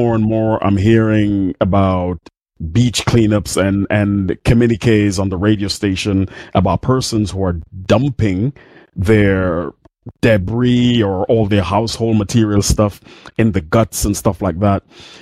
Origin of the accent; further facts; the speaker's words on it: Montserrat; I think I'm from Montserrat. That's where I was born. That's where I'm from.